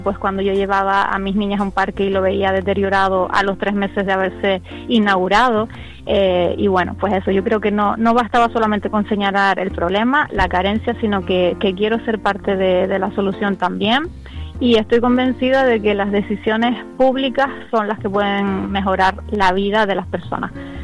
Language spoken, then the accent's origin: Spanish; Lanzarote, Canary Islands, Spain; ¿Qué me gustaría lograr? Pues mira, no solo para mi tierra, sino para Canarias en general.